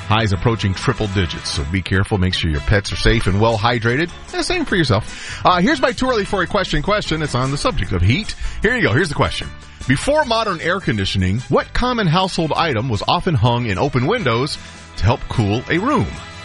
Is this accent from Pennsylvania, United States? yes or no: no; Atlanta, Georgia, United States; moved away as an adult; now in Pacific Northwest, United States; I grew up in Atlanta, but I left more than 20 years ago. I wanted to come to the Pacific Northwest